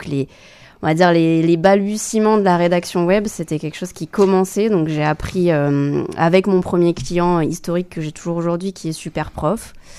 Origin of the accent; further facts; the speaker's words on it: Périgueux, Nouvelle-Aquitaine, France; also born or lived in Bordeaux; now in Ménesplet, France; je viens de Périgueux, oui.